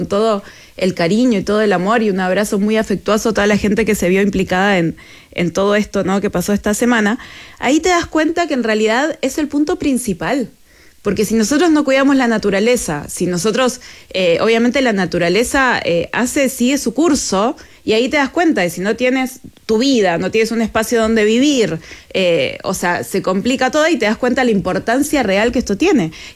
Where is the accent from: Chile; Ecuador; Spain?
Chile; que seamos inteligentes como chilenos